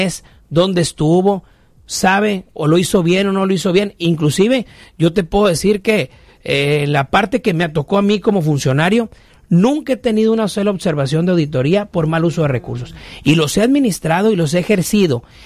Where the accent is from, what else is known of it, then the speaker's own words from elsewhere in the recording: Sinaloa, Mexico; estuvimos aquí en el Infonavit Umaya, muy cerquita donde yo me crié en Infonavit CTM.